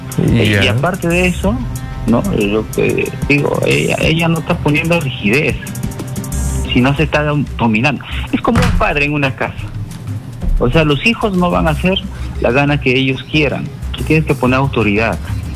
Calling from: San Martín, Peru; De San Martín.

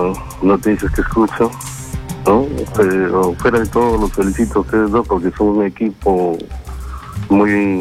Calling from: Lima, Peru; De Lima, Lima.

